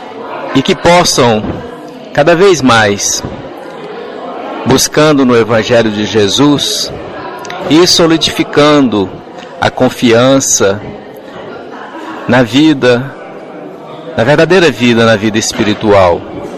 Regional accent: Goiânia, Goiás, Brazil; Sou de Goiânia, estado de Goiás, Brasil.

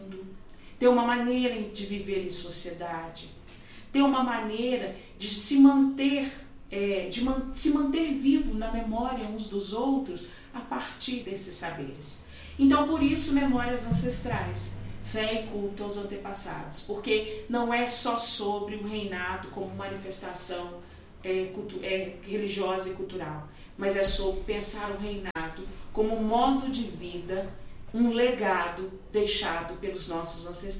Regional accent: Oliveira, Minas Gerais, Brazil; Oliveira, que é a minha cidade natal, é onde eu vivo a experiência do reinado.

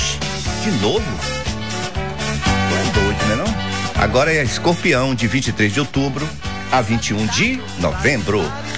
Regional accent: Salvador, Bahia, Brazil; Eu sou baiano. Eu sou de Salvador

